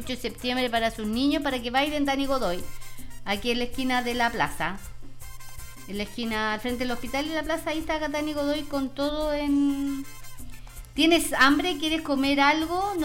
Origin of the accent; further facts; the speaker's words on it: Chile; si somos chilenos, y somos chilenos, somos buenos y colaboradores